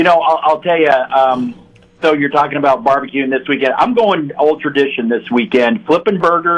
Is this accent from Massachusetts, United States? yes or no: no; Bay Area, California, United States; moved away; I grew up in the Bay Area